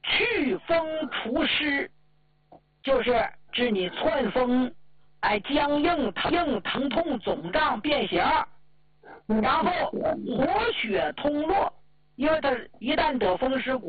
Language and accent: Chinese; Northeast China, China; accent: Northeastern (Dongbei) dialect; 我就用咱们东北老家话跟你们唠嗑。